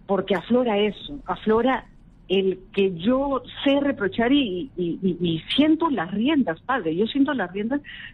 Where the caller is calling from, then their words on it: Lima, Peru; De Magdalena.